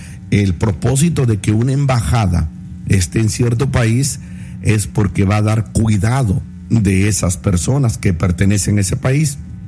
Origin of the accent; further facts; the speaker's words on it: Mexico; Por ejemplo, yo digo: yo soy mexicano.